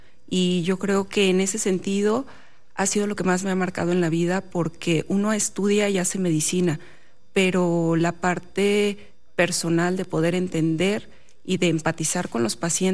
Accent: Nezahualcóyotl, State of Mexico, Mexico; Yo soy originaria de Nezahualcóyotl, del Estado de México. Yo siempre le he dicho, es el lugar donde nacen las diosas aztecas. Yo soy una mexicana muy mexicana, muy arraigada a mis raíces, efectivamente, a nuestras tradiciones

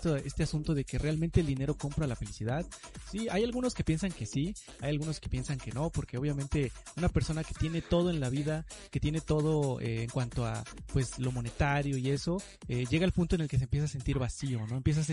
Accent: Mexico; uno como mexicano

